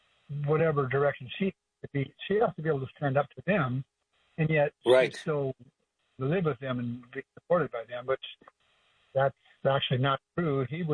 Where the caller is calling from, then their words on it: West Fargo, North Dakota, United States; Thanks, Mike. I'm actually phoning from West Fargo.